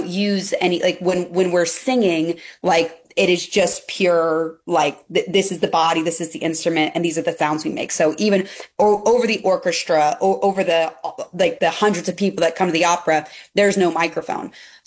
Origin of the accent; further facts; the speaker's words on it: Nebraska, United States; now in Houston, United States; I'm from Nebraska originally, so